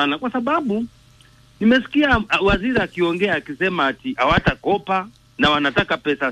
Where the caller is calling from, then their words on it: Kenya; kama Mkenya